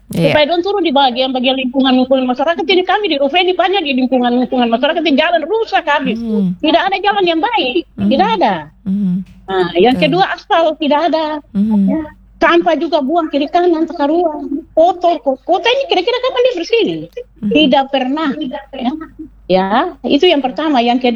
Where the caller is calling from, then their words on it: Papua, Indonesia; khusus kita orang Papua ini?